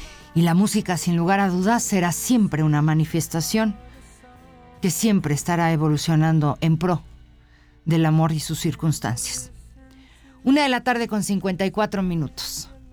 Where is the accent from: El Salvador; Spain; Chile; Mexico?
Mexico; como socios, como mexicanos, como nación.